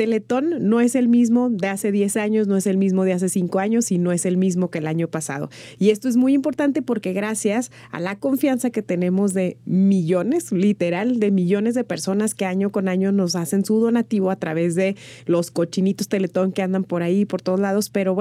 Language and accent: Spanish; Mexico; como mexicanas y mexicanos